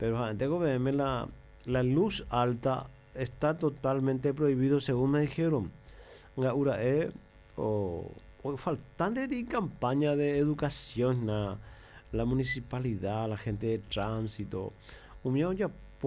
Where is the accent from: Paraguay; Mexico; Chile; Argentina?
Paraguay; somos todos paraguayos